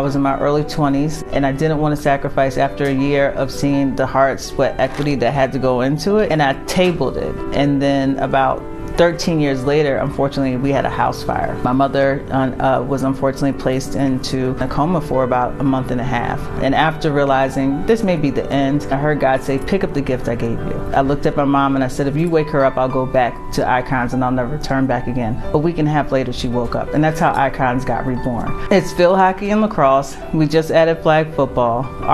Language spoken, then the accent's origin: English; Radnor, Pennsylvania, United States; born there; also born or lived in North Philadelphia; I was born in North Philadelphia, and due to my mother's diagnosis with MS, we moved from North Philly to Radnor with my grandparents.